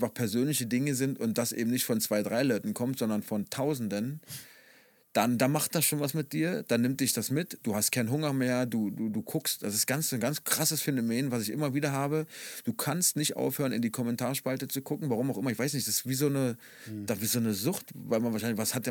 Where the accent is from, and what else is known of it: Berlin, Germany; born or raised there